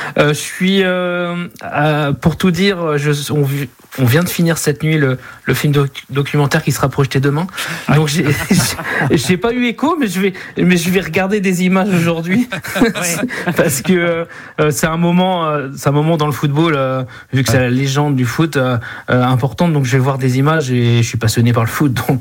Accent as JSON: {"language": "French", "town": "Rennes", "region": "Brittany", "country": "France", "tie": "born there", "moved": "yes", "lives_now": "Manche, France", "said": "Moi, je suis né en Ille-et-Vilaine, à Rennes, et là, j'habite dans la Manche."}